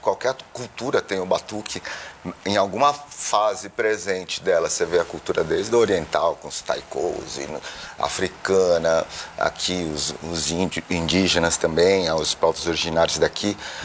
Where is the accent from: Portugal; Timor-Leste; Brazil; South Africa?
Brazil; Sou brasileiro, um nipo brasileiro, me autodefino como amarelo.